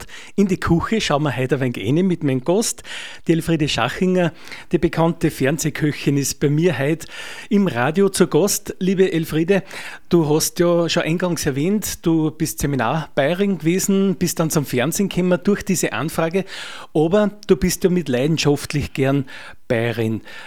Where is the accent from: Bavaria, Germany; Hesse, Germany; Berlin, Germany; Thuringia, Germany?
Bavaria, Germany; auch als Bayerin, man fühlt ja da ein wenig mit.